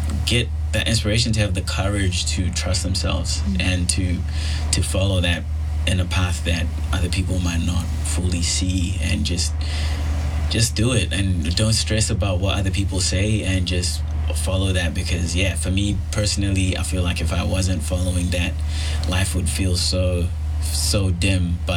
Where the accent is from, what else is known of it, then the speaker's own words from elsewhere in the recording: Zimbabwe; Everyone who I talk to and I tell them I'm from Zimbabwe, they're always like, I've got a friend from Zimbabwe.